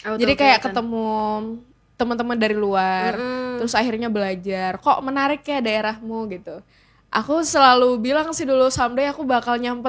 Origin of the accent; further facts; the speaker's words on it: West Sumatra, Indonesia; also born or lived in Bengkulu / Riau / Padang; Sumatera Barat. Terus tapi di Bengkulu itu pernah 6 tahun. Jadi selama SD itu aku di Bengkulu. Terus kemudian pindah ke Padang. Tapi sebelum itu aku juga besar di Riau, di mana.